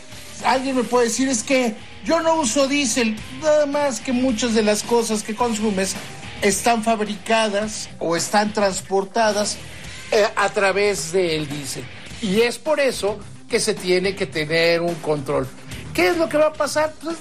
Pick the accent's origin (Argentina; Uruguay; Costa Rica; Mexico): Mexico; somos mexicanos